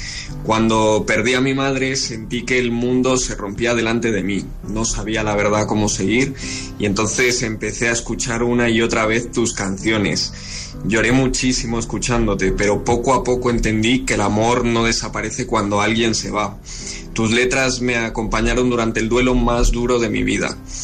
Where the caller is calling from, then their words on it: Madrid, Community of Madrid, Spain; de Madrid.